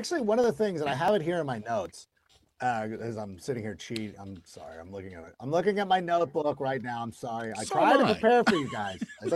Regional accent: California, United States; Miguel's Jr. is not close. It's from my hometown. Miguel's Jr., Don Ramones, anybody in the Southern California area.

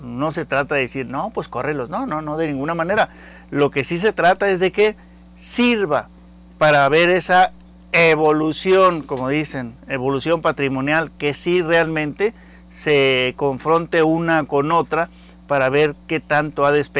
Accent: Mexico; así somos los mexicanos

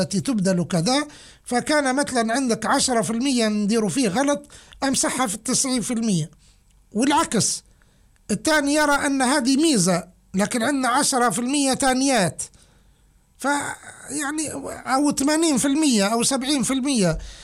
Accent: Libya; لك أني كليبي

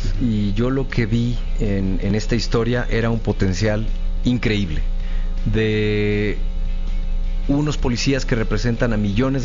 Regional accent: Guadalajara, Jalisco, Mexico; Yo crecí en Guadalajara, una clase media, mi madre sacándonos tanto a mi hermano como a mí adelante.

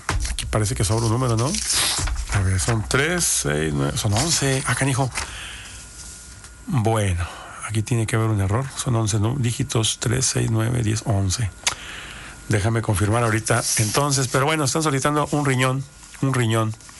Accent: San Carlos, Tamaulipas, Mexico; moved away; Allá en mi tierra, Graciano Sánchez de San Carlos, señor.

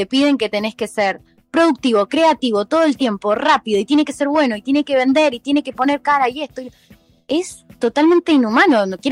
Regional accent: San Luis, Argentina; moved away as an adult; now in Buenos Aires, Argentina; yo soy de San Luis, soy de provincia, estoy hace 5 años en la ciudad, en la gran ciudad, en Buenos Aires

